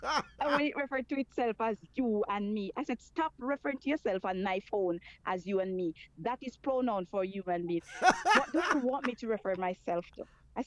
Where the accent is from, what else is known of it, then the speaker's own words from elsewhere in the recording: Jamaica; you know we're Jamaican.